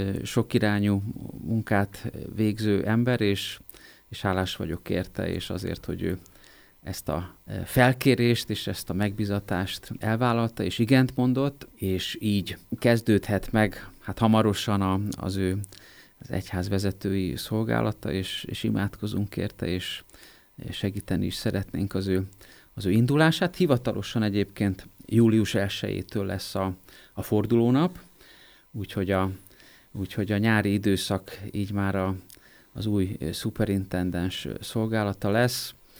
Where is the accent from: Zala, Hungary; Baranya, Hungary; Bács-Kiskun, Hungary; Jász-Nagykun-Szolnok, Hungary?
Baranya, Hungary; Pécs; Hát én akkor egyébként Pécsen éltem, pécsi vagyok